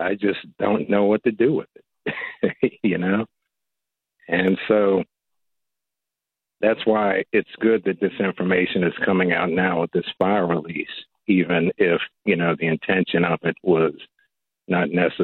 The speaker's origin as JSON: {"language": "English", "town": "Washington", "region": "District of Columbia", "country": "United States", "tie": "born or raised there", "said": "I grew up in the Washington, D.C. area."}